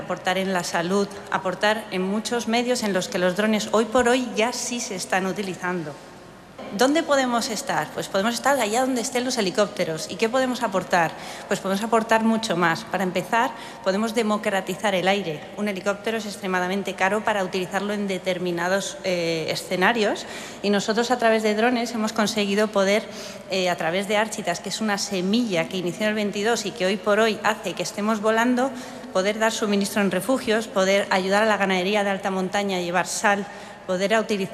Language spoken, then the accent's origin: Spanish; Catalonia, Spain; somos de la Valdarán, somos de un pueblecito de 20 habitantes